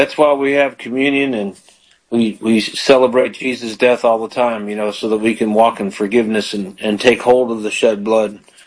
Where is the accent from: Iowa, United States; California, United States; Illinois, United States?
Illinois, United States; Palatine; moved away; also born or lived in Indiana; I used to live in the Midwest. I'm from Palatine.